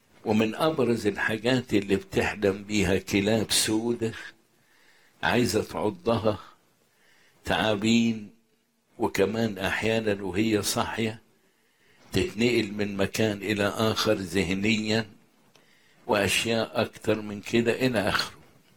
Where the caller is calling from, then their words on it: Cairo, Cairo Governorate, Egypt; من القاهرة، متجوز وعندي طفل 2 ونص.